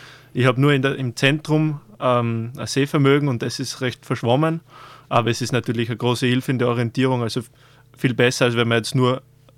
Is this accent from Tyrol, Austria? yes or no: no; St. Stefan ob Stainz, Styria, Austria; moved away as an adult; now in Sydney, Australia; Ja, ich komme aus dem Schilkerland, aus St. Stephan ob Steins, vom Rheinischkogel. Wir haben einen Weinbetrieb daheim, Buschenschank … dort bin ich aufgewachsen. Jetzt studiere ich in Graz Mathematik